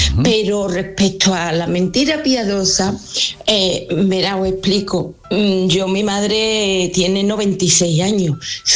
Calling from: Dos Hermanas, Andalusia, Spain; de Dos Hermanas.

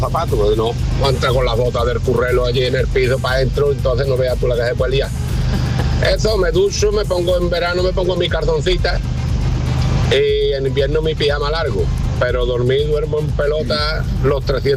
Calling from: Morón de la Frontera, Andalusia, Spain; de Morón.

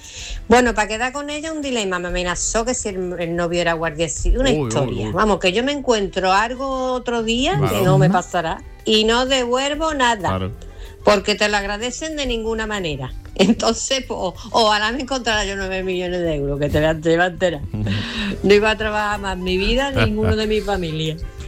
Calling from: Seville, Andalusia, Spain; de Sevilla.

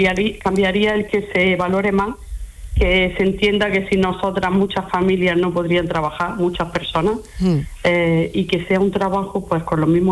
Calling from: Granada, Andalusia, Spain; Vivo en La Gavia, en Granada

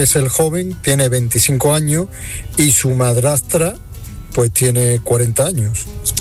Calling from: Seville, Andalusia, Spain; de Sevilla.

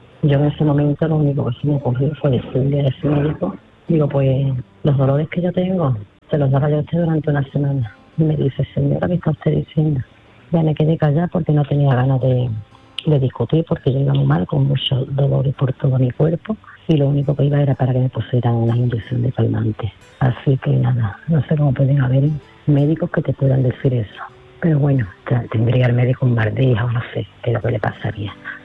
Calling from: Seville, Andalusia, Spain; de Sevilla.

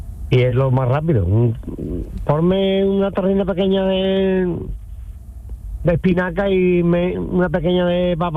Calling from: Coria del Río, Andalusia, Spain; En Coria del Río. Yo estoy en Coria del Río

